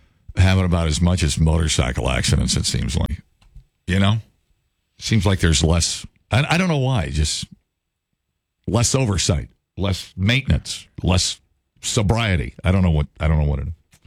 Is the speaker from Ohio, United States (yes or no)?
yes; Ohio, United States; moved away; I'm from Ohio